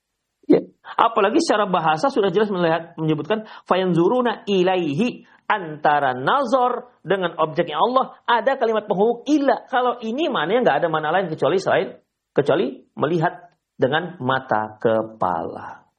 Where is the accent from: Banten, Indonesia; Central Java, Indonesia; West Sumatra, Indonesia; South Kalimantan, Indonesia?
West Sumatra, Indonesia; kalau bahasa kami orang Minang terperangah gitu